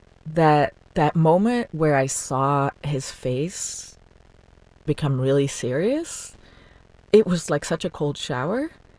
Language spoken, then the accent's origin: English; Belgium; English is a second language; moved away as an adult; now in United States; I'm from Belgium. I'd moved to the US for David, and I felt so untethered.